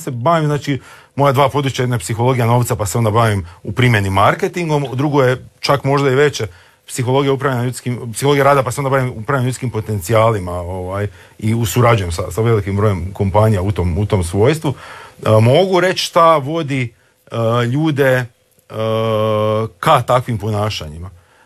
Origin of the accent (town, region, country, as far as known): Slavonia, Croatia; moved away